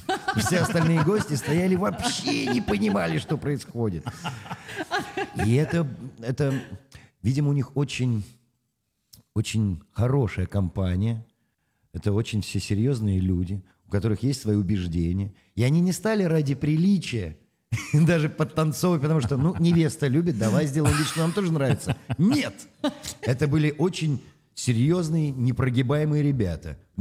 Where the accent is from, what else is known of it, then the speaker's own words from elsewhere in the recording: Saint Petersburg, Russia; мы из Санкт-Петербурга, у нас театральное образование.